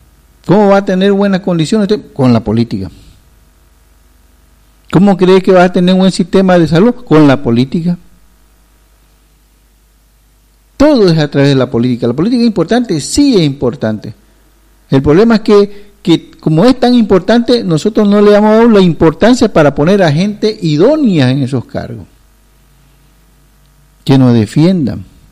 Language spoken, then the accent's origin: Spanish; Bolivia; Nosotros somos los únicos güerudos que seguimos metidos con los collas.